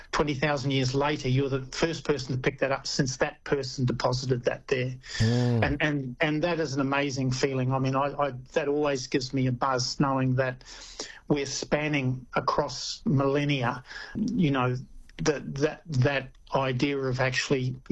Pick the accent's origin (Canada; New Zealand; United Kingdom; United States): New Zealand; now in Australia; I'm from New Zealand originally, and my interest came, I come off a farm